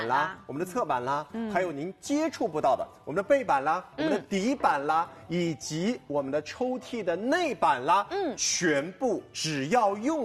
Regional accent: Hangzhou, Zhejiang, China; 因为我是杭州人

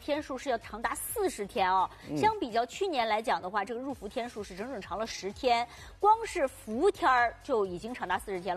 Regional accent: North China, China; now in Southern China; 因为以前在北方，小时候在北方生活啊，没有这种明显的感觉，但是现在后来嫁到南方了

